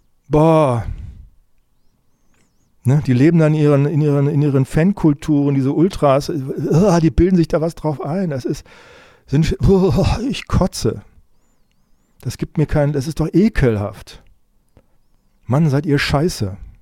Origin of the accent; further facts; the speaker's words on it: Saxony, Germany; Ich bin Sachse. Na und? Ja, leider.